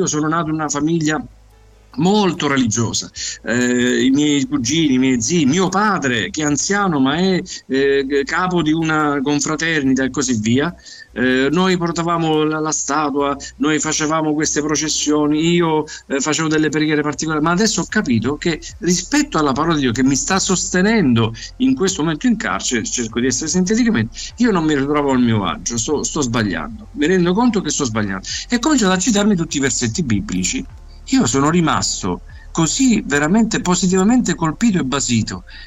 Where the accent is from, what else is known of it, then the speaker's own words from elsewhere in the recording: Calabria, Italy; di fronte ad una chiesa evangelica lì nel mio paese in Calabria